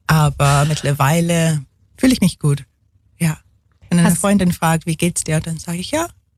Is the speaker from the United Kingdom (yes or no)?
yes; England, United Kingdom; German is a second language; now in Ulm, Germany